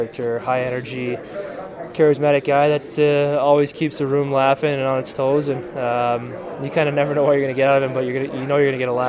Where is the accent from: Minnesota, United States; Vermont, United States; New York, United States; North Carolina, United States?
Minnesota, United States; growing up in Minnesota